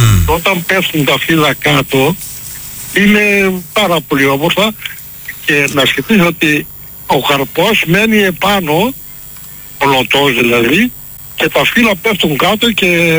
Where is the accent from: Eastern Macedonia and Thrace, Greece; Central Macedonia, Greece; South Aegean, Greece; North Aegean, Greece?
Central Macedonia, Greece; Thessaloniki; moved away as an adult; now in Michaniona, Greece; Είμαι Θεσσαλονικιός, παιδί του Βαρδαρίου. Βρέθηκα όμως στη Μηχανιώνα λόγω Συνδίου.